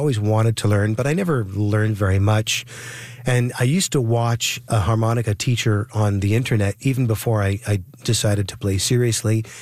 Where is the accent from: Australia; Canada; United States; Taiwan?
Canada; Montreal, Quebec; I was born and raised in Montreal at the Royal Victoria Hospital on the morning of Wednesday, June 7th, 1967.